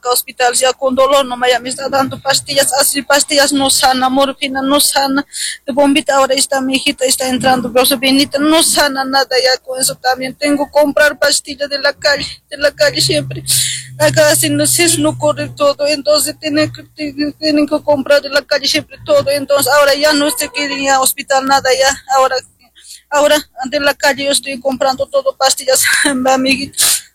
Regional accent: Cusco, Peru; somos de Cusco.

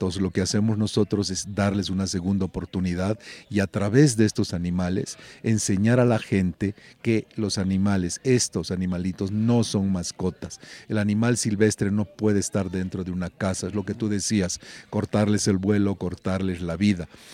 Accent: Bolivia

